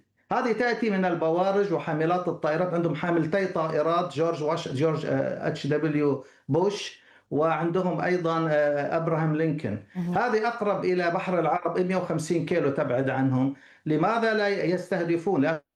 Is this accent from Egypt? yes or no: no; Kuwait; خاصة عندنا في الكويت